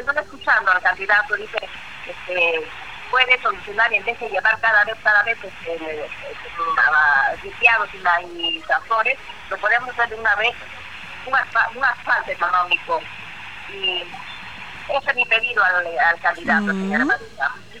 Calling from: Peru; Yo soy del Valle Pauliani.

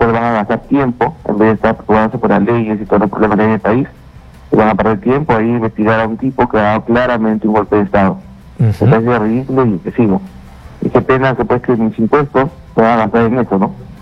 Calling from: Lima, Peru; Yo vivo en Campoy, San Juan de Gancho.

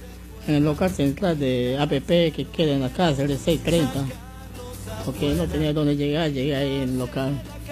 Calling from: Islandia, Loreto, Peru; Vengo a pedir un apoyo social para poder regresar a mi pueblo, que es Islandia, frontera con Brasil.

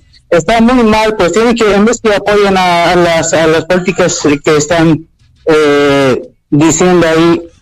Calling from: La Paz, Bolivia; todos los que somos de La Paz, hemos votado en sí por Rodrigo Paz y Lara.

